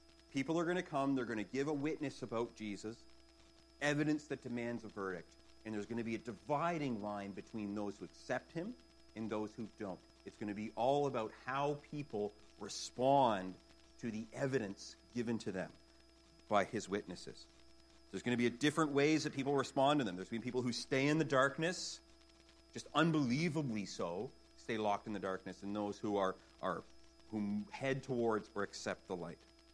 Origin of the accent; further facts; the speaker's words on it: Canada; I'm Canadian, right?